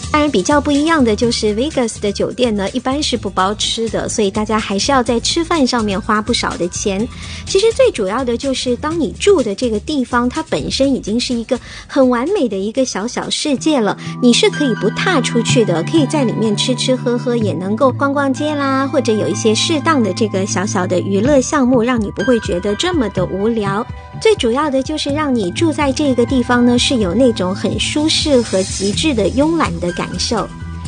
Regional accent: Canada; 像我们加拿大人很喜欢去 Cancun 呢，或者是墨西哥其他的地方

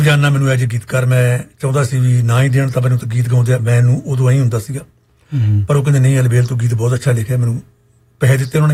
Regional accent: Dyon, Punjab, India; ਮੇਰਾ ਪਿੰਡ ਹੈ ਜੀ ਦਿਉਣ ਬਠਿੰਡਾ ਤੋਂ ਸ੍ਰੀ ਮੁਕਤਸਰ ਸਾਹਿਬ ਨੂੰ ਜਾਈਏ

